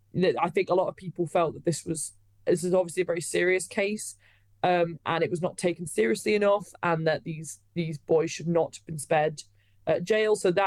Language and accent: English; England, United Kingdom; we can all kind of know as the British people that summers have been getting hotter and hotter